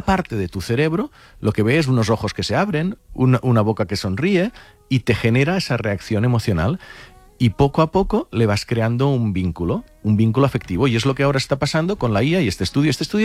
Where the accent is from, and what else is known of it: Catalonia, Spain